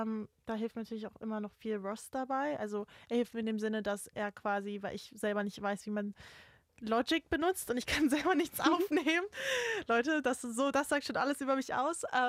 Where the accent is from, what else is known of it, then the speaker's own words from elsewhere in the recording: Switzerland; now in England, United Kingdom; ich bin ja deutsche Griechin, aufgewachsen in der Schweiz, lebe jetzt in England.